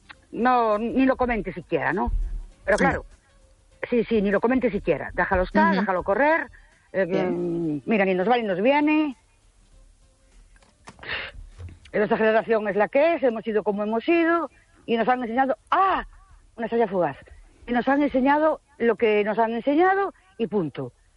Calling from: Ourense, Galicia, Spain; Perdón, muy … de Ourense.

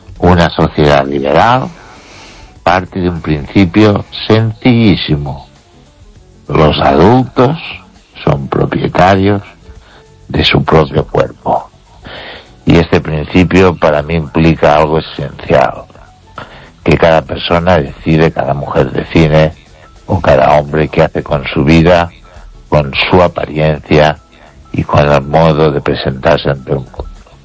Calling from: Ourense, Galicia, Spain; de Orense.

